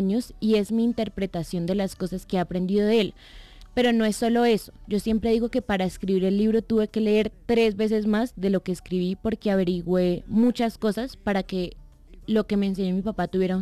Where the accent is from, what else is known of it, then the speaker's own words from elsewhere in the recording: Bucaramanga, Santander, Colombia; now in Bogotá, Colombia; Yo soy de Bucaramanga.